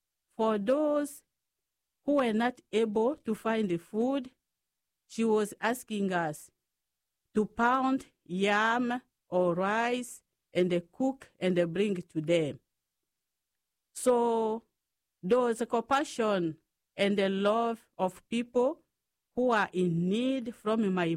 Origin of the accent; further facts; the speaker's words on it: Wembonyama, Sankuru, DR Congo; born there; English is a second language; I am Franciscan sister from Republic Democratic of the Congo in Africa. So I am diocesan sister, which means we are under the bishop of local diocese. So I was born in Congo in Africa in a small village called Wembonyama.